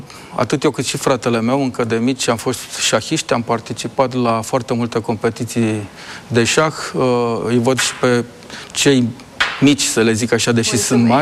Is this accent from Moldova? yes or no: no; Transylvania, Romania; Eu sunt o persoană care vin din Ardeal